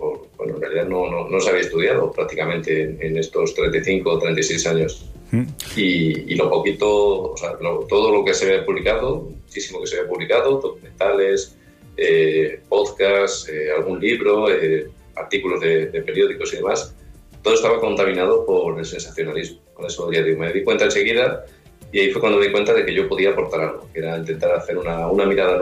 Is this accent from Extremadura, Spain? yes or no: yes; Extremadura, Spain; como yo soy extremeño, yo lo primero que pensé era que aquí esto iba a ser un asunto muy doloroso